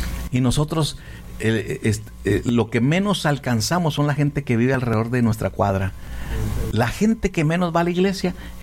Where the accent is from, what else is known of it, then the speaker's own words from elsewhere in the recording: Ciudad Juárez, Chihuahua, Mexico; born there; Yo soy de Ciudad Juárez, Chihuahua, nacido en Chihuahua